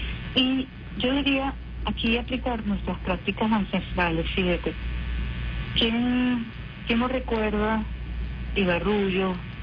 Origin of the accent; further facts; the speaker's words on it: Venezuela; nuestra identidad como venezolanos y venezolanos